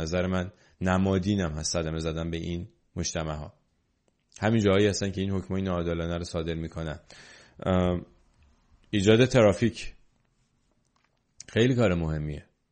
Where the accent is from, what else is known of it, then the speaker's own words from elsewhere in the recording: Iran; moved away; به عنوان یه ایرانی